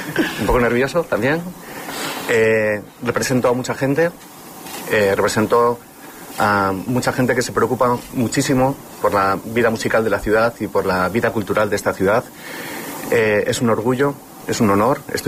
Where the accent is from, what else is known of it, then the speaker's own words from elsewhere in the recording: Spain; Para un chico de Griseras, pues tirar el cohete de su pueblo